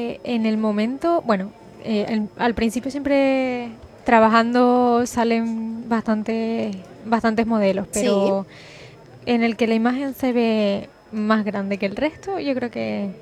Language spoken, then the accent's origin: Spanish; Frontera, Canary Islands, Spain; soy hierreña.